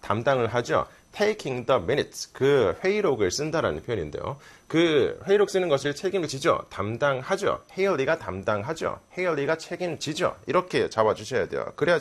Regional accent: South Korea; 우리는 한국인이니까.

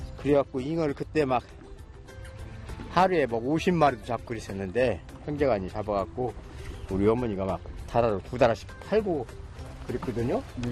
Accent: South Chungcheong, South Korea; 금강은 친구죠. 어머니 품속 같은 고향이고 친구예요. 여기서 태어나갖고 여기서 어렸을 때 좀 컸기 때문에 어디 나가도 금강같이 좋은 데가 별로 없어요.

